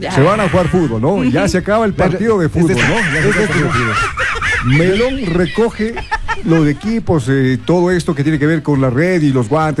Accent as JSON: {"language": "Spanish", "town": "Riobamba", "region": "Chimborazo", "country": "Ecuador", "said": "Es que soy un riobambeño colombiano."}